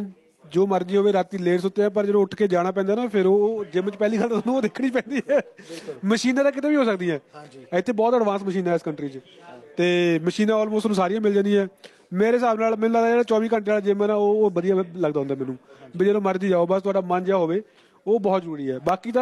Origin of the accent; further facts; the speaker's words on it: Punjab, India; ਜਦੋਂ ਮੈਂ ਛੋਟਾ ਹੁੰਦਾ ਸੀ ਨਾ ਅਤੇ ਸਾਡੇ ਇਲਾਕੇ 'ਚ ਇੱਕ ਸ਼ਹਿਰ ਪੈਂਦਾ ਛੋਟਾ ਜਿਹਾ ਖੰਨਾ ਟਾਊਨ ਹੈ ਜਿਹੜੇ ਮੇਰੇ ਇਲਾਕੇ ਦੇ ਨੇ ਉਹਨਾਂ ਨੂੰ ਪਤਾ ਹੋਊਗਾ